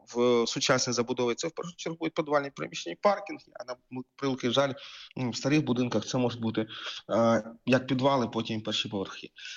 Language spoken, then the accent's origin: Ukrainian; Kharkiv, Kharkiv Oblast, Ukraine; як, наприклад, в моєму рідному Харкові мають очисні споруди